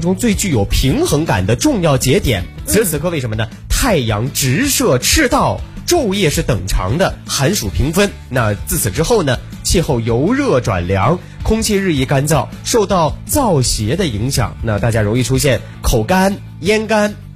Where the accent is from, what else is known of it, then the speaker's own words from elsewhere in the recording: northern China, China; 你看我们北方什么节日啊，我老家就只有一个东西，就吃饺子。